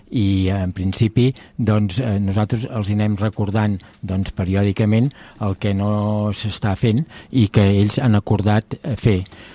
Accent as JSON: {"language": "Catalan", "town": "Sabadell", "region": "Catalonia", "country": "Spain", "said": "soc de Sabadell"}